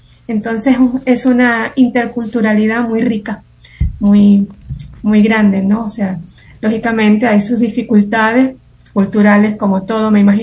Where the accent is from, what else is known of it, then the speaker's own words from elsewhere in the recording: Venezuela; Hay 2 de El Salvador, 1 de Brasil, 1 argentina, 1 de Costa Rica y yo, que soy venezolana.